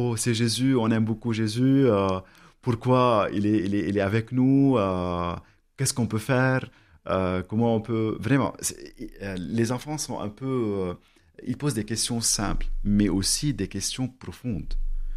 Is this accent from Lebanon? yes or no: yes; Lebanon; French is a second language; Il pose beaucoup de questions à propos de mon accent, d'où je suis, où est le Liban aussi.